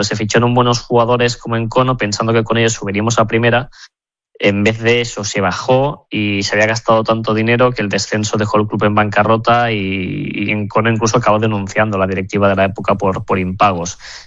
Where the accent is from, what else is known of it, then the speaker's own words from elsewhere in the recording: Sabadell, Catalonia, Spain; born there; Yo soy nacido en Sabadell